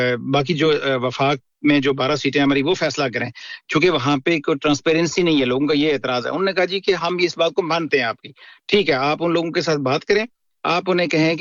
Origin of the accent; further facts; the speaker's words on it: Rawalakot, Azad Kashmir, Pakistan; جہاں پہ میں پلا بڑا ہوں, راولا کوٹ سے میرا تعلق ہے, تھوراڑ ایک جگہ ہے ہماری تحصیل, وہاں سے